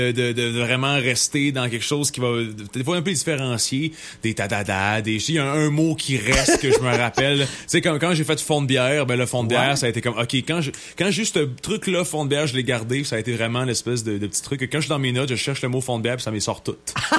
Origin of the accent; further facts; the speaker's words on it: La Malbaie, Quebec, Canada; Je viens de la Malbaie dans Charlevoix, puis c'est quelque chose que je tiens beaucoup. Mes racines sont très importantes pour moi.